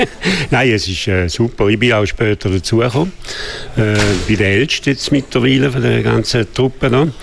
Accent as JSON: {"language": "German", "region": "Appenzell", "country": "Switzerland", "said": "Ich auch als Appenzeller sowieso."}